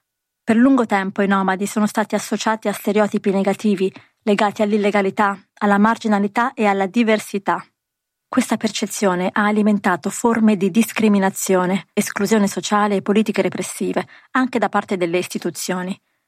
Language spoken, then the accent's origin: Italian; Milan, Lombardy, Italy; Sono cresciuta a Milano